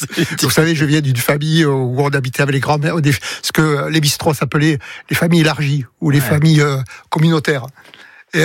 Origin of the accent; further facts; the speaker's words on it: Marseille, Provence-Alpes-Côte d'Azur, France; je suis issu des quartiers nord de Marseille.